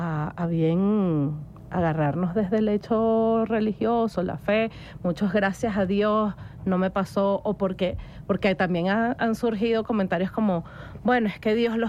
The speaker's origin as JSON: {"language": "Spanish", "country": "Venezuela"}